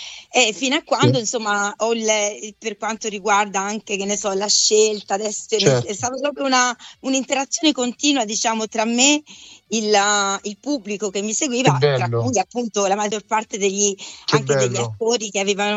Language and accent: Italian; Prato, Tuscany, Italy; Poi sono toscana e mi sono poi finita, diciamo, ho iniziato a formarmi, diciamo, per la recitazione cinematografica, perché chiaramente sono partita da quella teatrale nella mia città a Prato, da quando avevo tipo 6 anni.